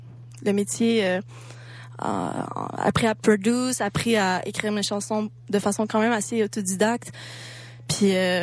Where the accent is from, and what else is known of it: Granby, Quebec, Canada